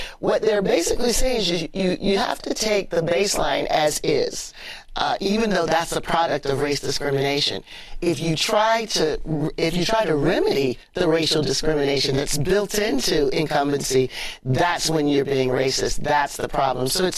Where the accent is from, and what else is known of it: Canton, Ohio, United States; born or raised there